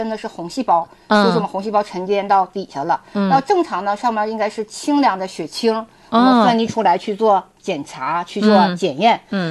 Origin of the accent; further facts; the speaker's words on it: Northeast China, China; 咱们东北人